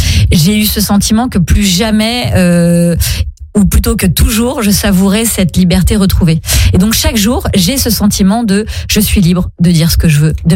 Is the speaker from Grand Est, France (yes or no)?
yes; Reims, Grand Est, France; born there; also born or lived in Brest / Nîmes / Laval / Aix-en-Provence; Donc je suis née à Reims alors que nous sommes bretons. Puis après nous sommes partis à Brest, à Nîmes, à Laval, Aix-en-Provence, à Vannes.